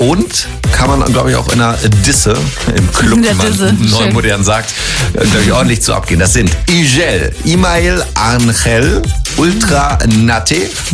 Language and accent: German; Germany; ich bin Deutscher